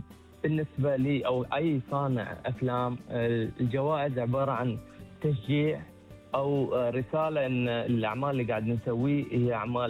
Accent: Bahrain; صانع أفلام من البحرين. فهاي فخر كبير أن أنا أرفع اسم ديرتي

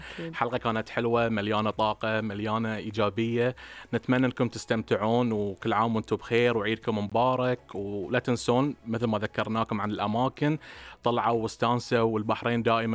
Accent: Bahrain

